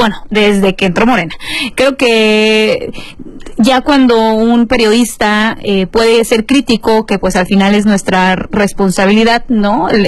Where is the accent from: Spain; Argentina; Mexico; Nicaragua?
Mexico